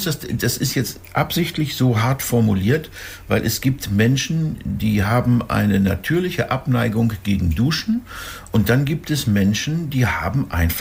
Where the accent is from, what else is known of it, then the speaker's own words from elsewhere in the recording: Northern Germany, Germany; Wir sind Norddeutsche, wir müssen den harten Ton ab.